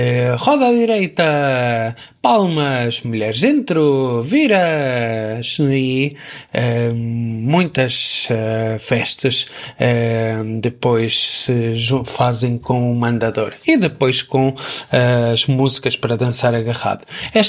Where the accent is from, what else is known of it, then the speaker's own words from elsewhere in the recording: Coimbra, Centro, Portugal; sou de Coimbra